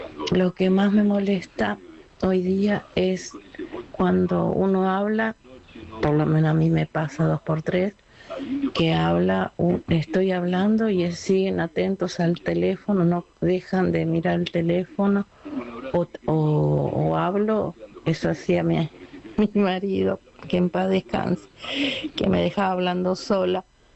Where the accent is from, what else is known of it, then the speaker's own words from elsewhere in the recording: Moreno, Buenos Aires Province, Argentina; born there; comencé a vivir acá en Moreno … no teníamos luz cuando vinimos a vivir acá